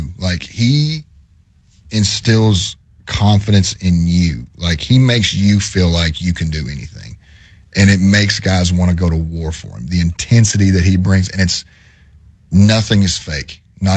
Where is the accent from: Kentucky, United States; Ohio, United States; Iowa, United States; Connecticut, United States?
Kentucky, United States; it was a dream come true for me, to play for my home state, play for the Cats